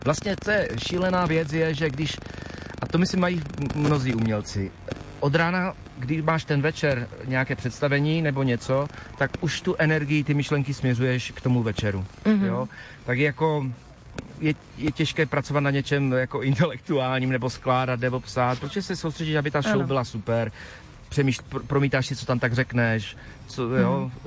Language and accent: Czech; Ostrava, Moravian-Silesian Region, Czechia; my jsme všichni jako Ostraváci